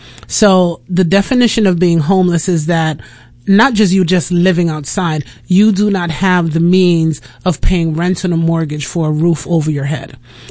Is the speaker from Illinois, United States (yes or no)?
no; New York, United States; moved away as an adult; also born or lived in England; now in Port St. Lucie, United States; So first of all, I'm from Brooklyn.